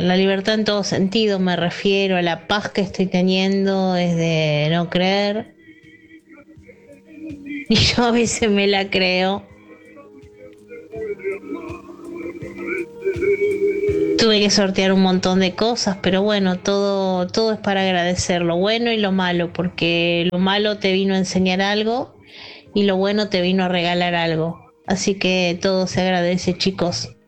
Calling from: Buenos Aires, Argentina; de Caballito

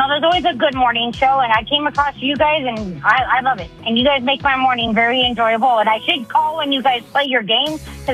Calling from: Hemet, California, United States; from Hemet.

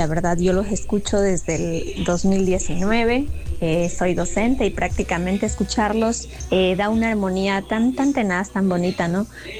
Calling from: Pedro Vicente Maldonado, Pichincha, Ecuador; Los escucho en el noroccidente de Pichincha, del cantón Pedro Vicente Maldonado, que pertenece a la ciudad de Quito. Saluditos

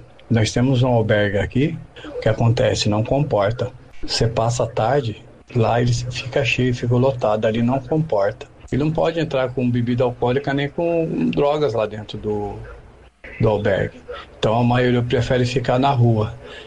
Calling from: Praia Grande, São Paulo, Brazil; eu sou aqui da Praia Grande.

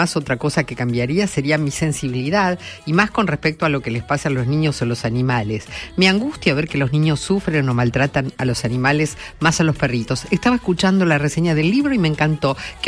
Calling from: Entre Ríos, Argentina; Hola, encendido … de Entre Ríos.

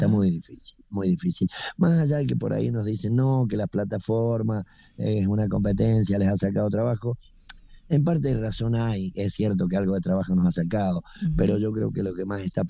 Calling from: Mendoza, Argentina; De Mendoza, Mendoza capital.

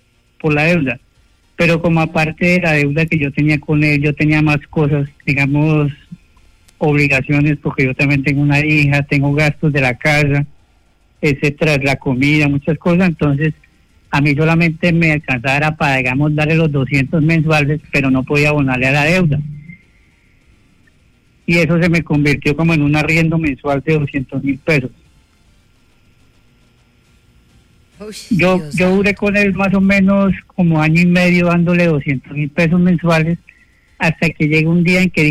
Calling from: Acacías, Meta, Colombia; Llamo de Acacias Meta.

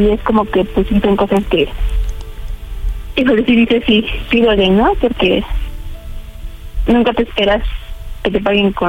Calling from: Magdalena Contreras, Mexico City, Mexico; 31 años y soy de Magdalena Contreras

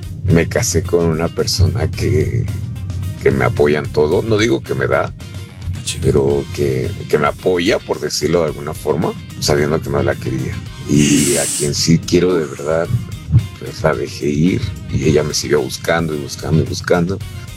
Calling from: Mexico City, Mexico; Soy de la Ciudad de México.

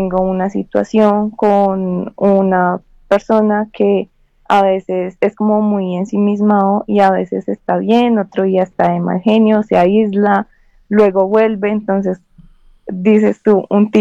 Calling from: Soacha, Cundinamarca, Colombia; en Soacha.

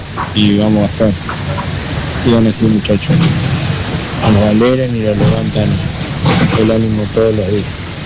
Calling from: Pilar, Buenos Aires Province, Argentina; de Pilar.

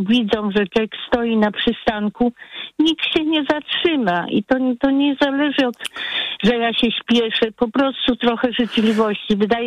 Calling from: Masovian Voivodeship, Poland; Ja spod Radomia.

